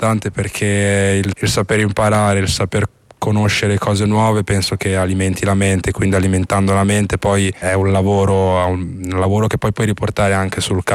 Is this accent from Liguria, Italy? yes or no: yes; Genoa, Liguria, Italy; moved away as an adult; Ah, Genova per me è casa, nonostante non sono nato esattamente a Genova, sono sempre cresciuto lì, e ho fatto tutta la mia carriera, tutta la mia vita a Genova, quindi reputo tutti gli effetti Genova casa mia, nonostante non sia il mio luogo di nascita.